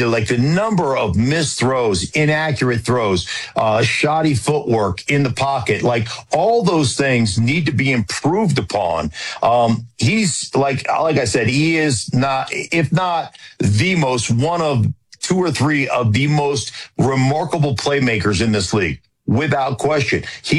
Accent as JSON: {"language": "English", "town": "Anchorage", "region": "Alaska", "country": "United States", "tie": "born or raised there"}